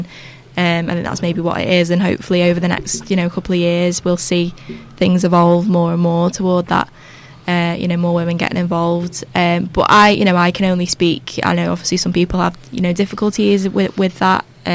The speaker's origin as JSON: {"language": "English", "town": "Widnes", "region": "North West England", "country": "United Kingdom", "said": "So I'm from Widnes."}